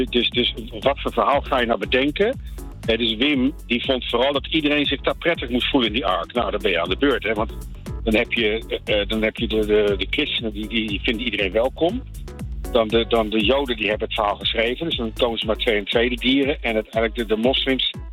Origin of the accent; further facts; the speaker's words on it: Rotterdam, South Holland, Netherlands; Ik ben zelf Rotterdammer. Ja. Ik ben getogen Rotterdam. Dus bij de Euromast opgegroeid, zeg maar.